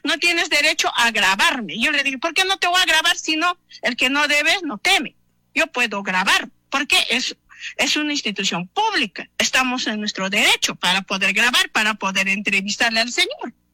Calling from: Chaviña, Ayacucho, Peru

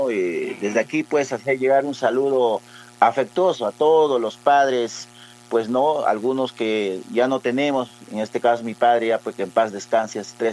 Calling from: Villa Rica, Pasco, Peru; Villarrica City, profe.

